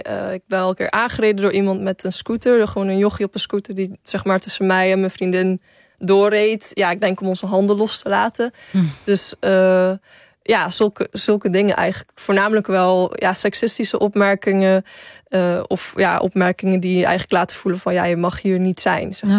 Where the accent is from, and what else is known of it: Zeeland, Netherlands; also born or lived in Breda; now in Amsterdam, Netherlands